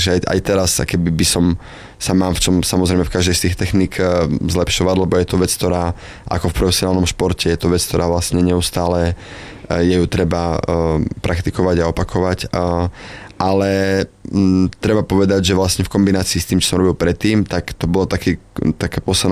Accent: Námestovo, Žilina Region, Slovakia; Keď som vyrastal na Námestove

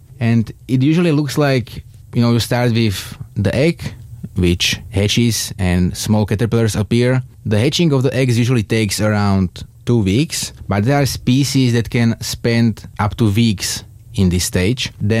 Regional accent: Biely Kostol, Trnava Region, Slovakia; I'm from Bielý Kostol in Slovakia.

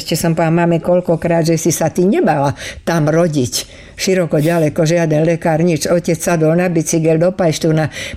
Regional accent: Bratislava, Bratislava Region, Slovakia; also born or lived in Stupava; Bratislavčanka. Ja som plakala, ja som nechcela zo Stupavy odísť. Všetky kamarátky som tam mala

